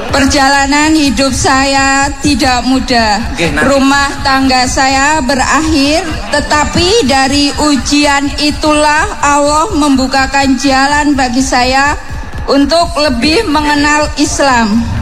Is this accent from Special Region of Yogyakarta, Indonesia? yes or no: yes; Karang Tengah, Special Region of Yogyakarta, Indonesia; Dari Karang Tengah, Sleman.